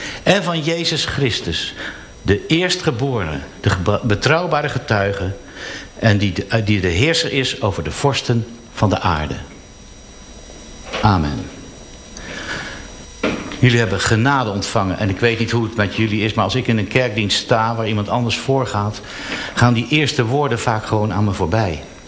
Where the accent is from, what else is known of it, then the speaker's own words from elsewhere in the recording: Barneveld, Gelderland, Netherlands; Ik kom uit Barneveld, dus het was niet zo'n grote reis.